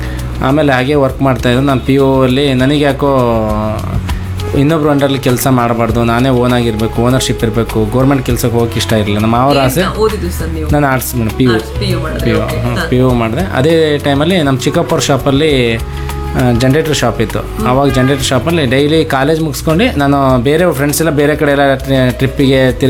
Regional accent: Beeranakere, Karnataka, India; born there; also born or lived in Harihara / Shivamogga; ನಾನು ಬೀರಂಕೆರೆ ಊರು ನಾನು ಹುಟ್ಟಿದ್ದು ಬೀರಂಕೆರೆಯಲ್ಲಿ

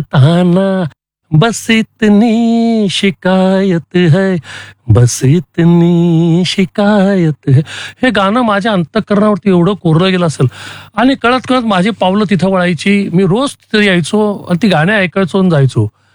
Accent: Lasalgaon, Maharashtra, India; माझा जन्म लासलगावला झाला आणि मी दुसरी तिसरीत असताना लासलगावला आमच्या घरासमोर आरजू सिनेमा लागलेला होता, कमलाकर थिएटर.

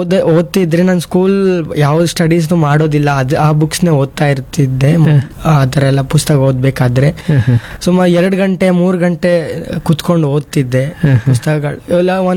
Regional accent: Hanumanalu, Karnataka, India; ನಮ್ಮ ಊರು ಇಲ್ಲೇ, ಇಲ್ಲಿಂದ 1/2 ಗಂಟೆ, ಇಲ್ಲಿಂದ 25 ಕಿಲೋಮೀಟರ್ ಇದೆ, ಬನ್ನೂರ್ ಅಂತ. ಬನ್ನೂರ್ ಹತ್ರ ಹನುಮನಾಳು ನಮ್ಮೂರು.

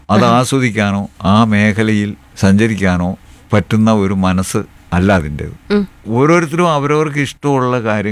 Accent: Arikuzha, Kerala, India; തൊടുപുഴ തന്നെയാണ്. തൊടുപുഴ അരിക്കുഴ എന്ന് പറഞ്ഞ ഗ്രാമത്തിലാണ് ഞാൻ ജനിച്ചതും വളർന്നതും. അരിക്കുഴ ASS UPSലാണ് പഠിച്ചത്.

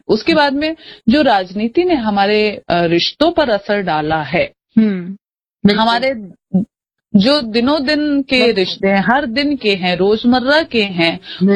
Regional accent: Rajasthan, India; राजस्थान, ये मारवाड़ी शब्द है ढीणे रखना, यानी बकरियां जब जानवर होते हैं, जो बकरा बकरी वगैरह, क्योंकि मैं एक कस्बे से आती हूँ

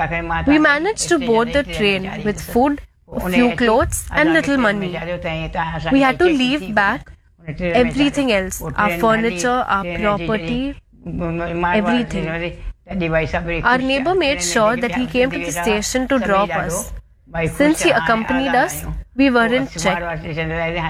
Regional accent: Hyderabad, Sindh, Pakistan; born there; I was born in Hyderabad, Sindh. We all used to stay very happily over there.

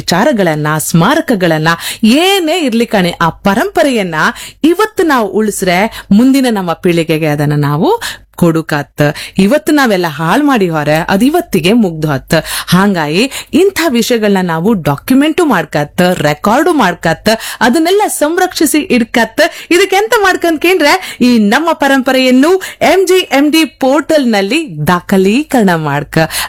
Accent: Kundapura, Karnataka, India

